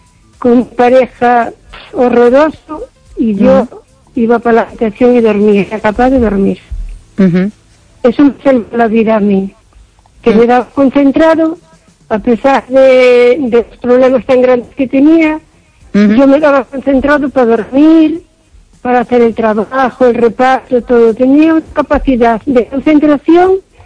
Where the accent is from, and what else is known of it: O Carballiño, Galicia, Spain